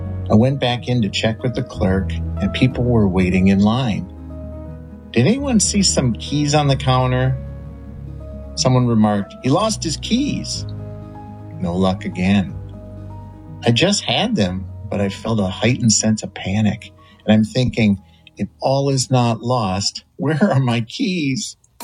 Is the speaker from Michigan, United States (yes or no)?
no; St. Paul, Minnesota, United States; No, I'm from the Twin Cities in St. Paul.